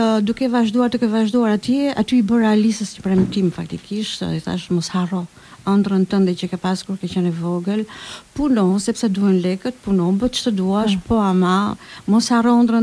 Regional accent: Durrës, Durrës County, Albania; ndje më shumë Gjirokastrite se sa Durrësake, që ditërisht, sepse jam lindur e rritur në Durrës, po ndjem Gjirokastrite në genet e mija, kam në genet.

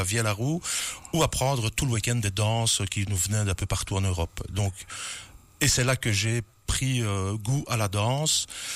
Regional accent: Wallonia, Belgium; also born or lived in Liège; now in Florenville area, Belgium; Déjà à l'époque où j'étais en Ardennes, donc ma région d'origine, dans la région de Beaumale-sur-Ourcq, ou quand j'ai vécu à Liège

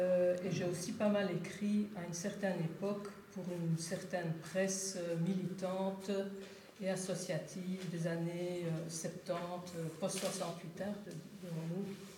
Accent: Ostend, Flanders, Belgium; born there; Alors, je suis née à Ostende, et si j'écris en français

